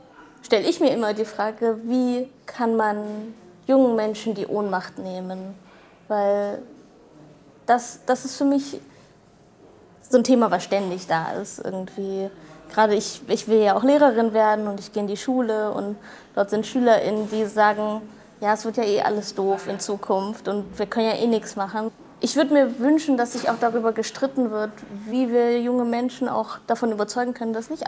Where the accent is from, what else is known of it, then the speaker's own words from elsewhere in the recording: Dessau, Saxony-Anhalt, Germany; now in Halle, Germany; ich bin Teil von der Jugendstil-Jury, wohne in Halle, studiere hier auch Kunst und Englisch auf Lehramt und bin ursprünglich aus Dessau.